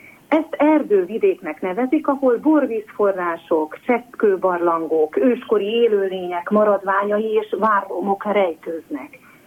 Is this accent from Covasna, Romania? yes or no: yes; Kisbacon, Covasna, Romania; Ahogy említettem is, ott születtem Kisbaconban. Ott nőttem fel, aztán tudatosult bennem, hogy ez egy különleges környezet és családi háttér.